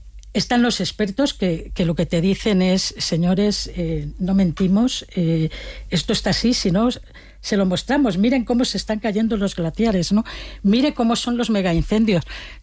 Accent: Valencian Community, Spain; Yo he vivido muchas danas, soy valenciana y es algo común en el otoño.

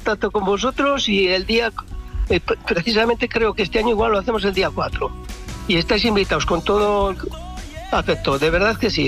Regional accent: Ezcaray, La Rioja, Spain; Vamos a ver, yo soy de Ezcaray.

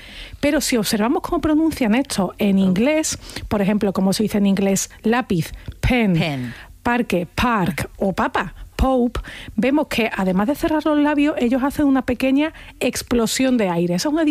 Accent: Andalusia, Spain; accent: Andalusian

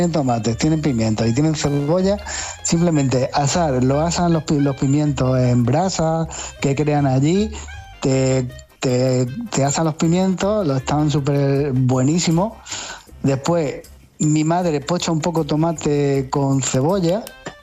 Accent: Pozo Alcón, Andalusia, Spain; cuando vamos a mi pueblo, Pozalcón, flipa con la ensalada.

